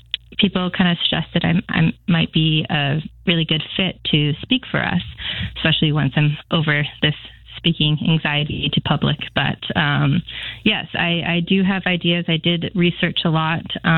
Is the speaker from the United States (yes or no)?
no; Victoria, British Columbia, Canada; I was born and raised down here in Victoria. And so I've experienced the potential of the city.